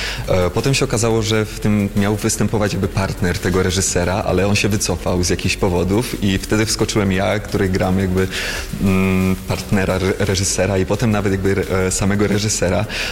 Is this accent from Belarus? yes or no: no; Český Těšín, Moravian-Silesian Region, Czechia; Ja pochodzę z czeskiego Cieszyna, z Zaolzia, czyli mniejszość polska narodowa na Zaolziu